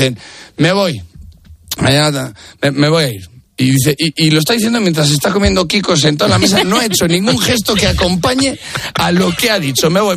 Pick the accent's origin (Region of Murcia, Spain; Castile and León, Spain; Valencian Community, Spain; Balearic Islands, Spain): Castile and León, Spain; Valladolid; porque yo soy de Valladolid y es que se nos da el mal la primera... A todos los de esa ciudad.